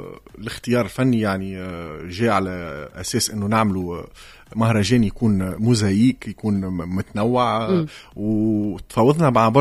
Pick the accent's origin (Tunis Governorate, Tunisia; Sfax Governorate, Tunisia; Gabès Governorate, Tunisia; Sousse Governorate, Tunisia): Tunis Governorate, Tunisia; Tunis; أنا كبرت وتربيت في حومة ما فيهاش دار شباب، ما فيهاش دار ثقافة، نقص تأطير.